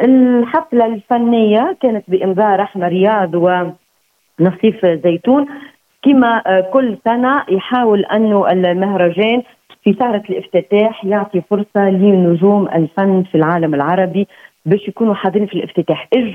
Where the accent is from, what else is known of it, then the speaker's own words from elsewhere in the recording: Tunisia; بالنسبة لي كصحفية تونسية أكيد انطباعي أولا أنه أنا سعيدة بأن بلدي تونس